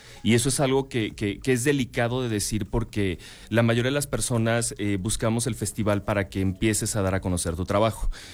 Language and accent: Spanish; Mexico; así como mexicanos, siempre estamos dispuestos al desmadre